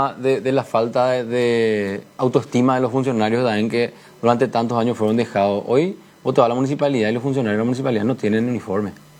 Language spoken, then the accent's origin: Spanish; Asunción, Paraguay; yo, antes que ser colorado, soy asunceno primero. Siempre para mí Asunción va a estar primero.